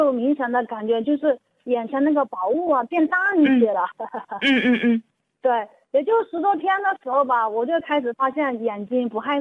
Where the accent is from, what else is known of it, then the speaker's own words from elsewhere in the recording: Nantong, Jiangsu, China; 我是南通的，今年才45呢